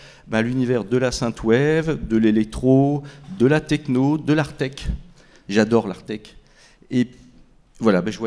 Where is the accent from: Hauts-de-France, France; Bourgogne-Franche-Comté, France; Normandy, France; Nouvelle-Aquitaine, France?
Bourgogne-Franche-Comté, France; moved away as an adult; now in Laval, France; Mon épouse, mes enfants, on est arrivés sur Laval, parce qu'on est originaire de la Bourgogne.